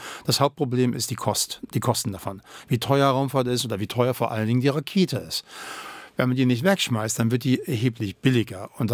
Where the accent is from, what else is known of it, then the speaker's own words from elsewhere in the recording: Germany; accent: German; weil ich habe ja einen deutschen Akzent